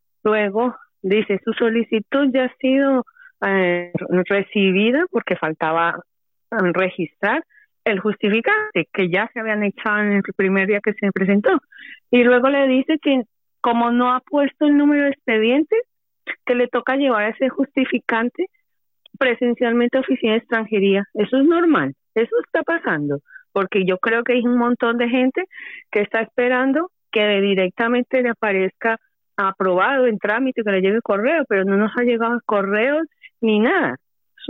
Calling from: Madrid, Community of Madrid, Spain; de Madrid.

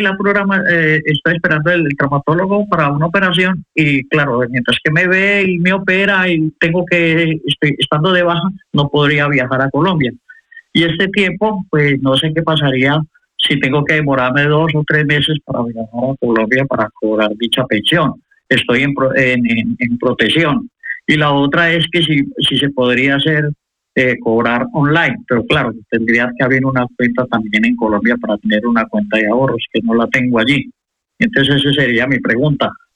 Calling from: Valencia, Valencian Community, Spain; de Valencia.

